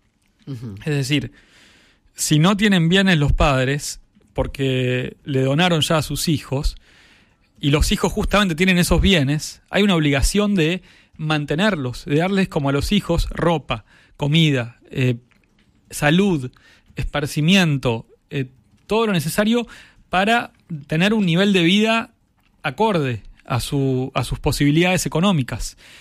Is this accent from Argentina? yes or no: yes; Buenos Aires, Argentina; Iba a decir un pueblo en mi porque soy tan porteño, pero es una ciudad en la provincia de Buenos Aires.